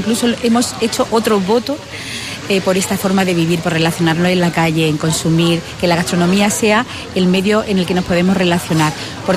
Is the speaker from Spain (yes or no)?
yes; Granada, Andalusia, Spain; como ciudad, como ciudadanos, como granadinos